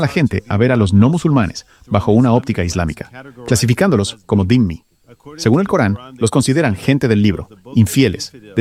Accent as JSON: {"language": "Spanish", "town": "Gaza", "region": "Gaza Strip", "country": "Palestine", "said": "éramos gazatíes como ellos o conciudadanos de la ciudad de Gaza."}